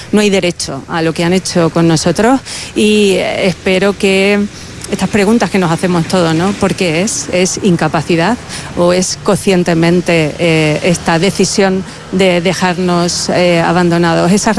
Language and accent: Spanish; Ceuta, Spain; llegar más medios humanos, materiales a disposición de los ceutíes. Nos lo merecemos, tenemos derechos, somos españoles.